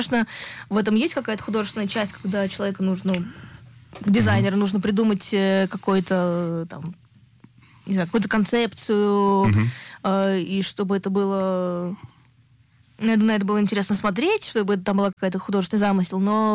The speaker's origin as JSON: {"language": "Russian", "region": "Moscow", "country": "Russia", "tie": "born there", "said": "Я родилась в Москве в 91 году."}